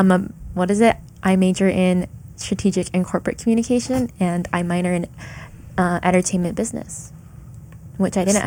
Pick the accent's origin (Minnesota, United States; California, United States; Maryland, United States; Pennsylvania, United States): California, United States; Orange County; Born and raised in OC